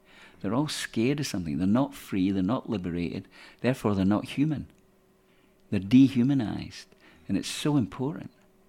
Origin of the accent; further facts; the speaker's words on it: Scotland, United Kingdom; born there; being Scottish, that's part of our culture.